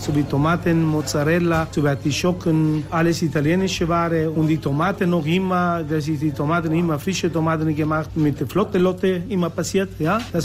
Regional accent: Austria; ich bin aufgewachsen in Österreich mit der Pizza

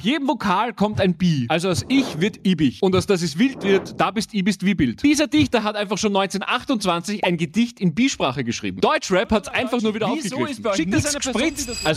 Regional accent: Austria

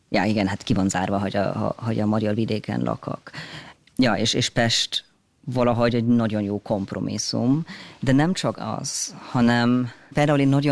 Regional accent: Germany; Csak Németországban egy nagyon, nagyon vidéki helyen nőttem fel, és eléggé konzervatív volt a társadalomot, és hát az a magyar nyelv, ez valahogy, ez nem tudom, ilyen stigmatizált vagy nem tudom.

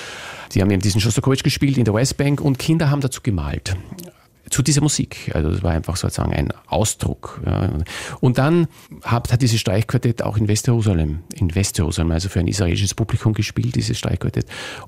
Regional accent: Austria; Ich stehe als Österreicher

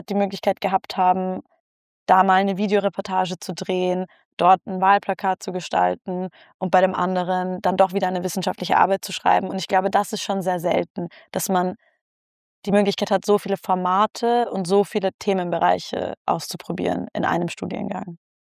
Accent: Vienna, Austria; moved away as an adult; now in Berlin, Germany; ich komme aus Wien

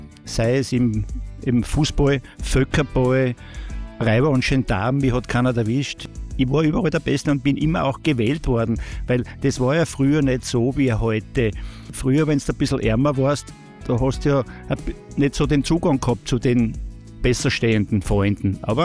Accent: Lohr am Main, Bavaria, Germany; Ich bin in Lohr aufgewachsen, ja, in einem Haus, wo wir ein Plumpsklo gehabt haben, wo mich meine Mutter durchs Vorhaus getragen hat ins Schlafzimmer.

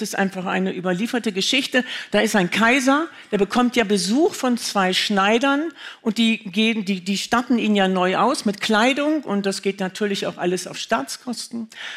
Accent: Northern Germany, Germany; 43 Meter, das waren so meine ersten Berge, in denen ich groß geworden bin. Und ich spreche hier ja wirklich gerne als Norddeutsche

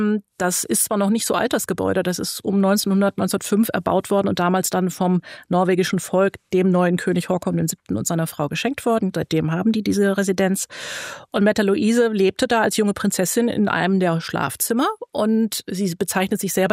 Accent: Germany

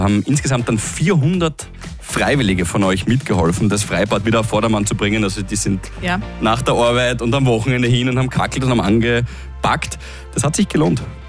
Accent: Austria; weil wir uns auch als Österreicher freuen.

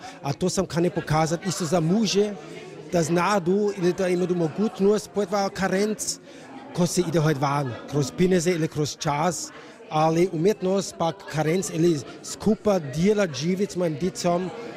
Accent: Großwarasdorf, Burgenland, Austria; Croatian is a second language; Ja sam gradišćanski Hrvat. Ja se cva ne znam tako to hrvatsko pominat, ali ja se trsim. Ja sam iz Velikog Borištofa

